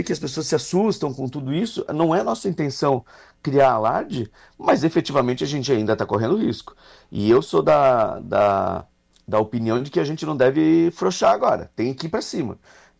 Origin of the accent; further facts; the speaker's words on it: Joinville, Santa Catarina, Brazil; eu sou de Joinville.